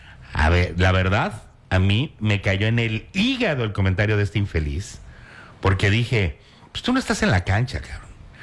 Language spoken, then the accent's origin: Spanish; Mexico